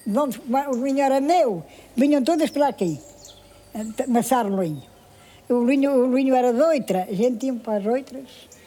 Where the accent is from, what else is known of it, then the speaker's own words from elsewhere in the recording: Relva, Portugal; moved away as an adult; E depois é que eu ainda fui para a minha terra, que eu era da relva.